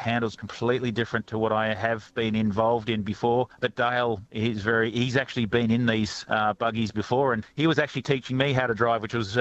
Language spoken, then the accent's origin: English; Victoria, Australia; I grew up on property in Victoria